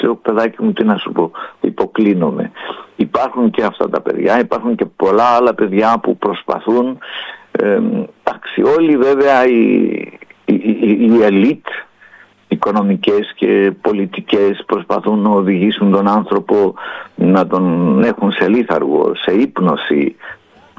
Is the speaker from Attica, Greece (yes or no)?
no; Epirus, Greece; born there; οι συνθήκες στην Ήπεθρο με αυτά που έζησα εγώ στο χωριό μου μέχρι το 1970 ήταν σχεδόν οι ίδιες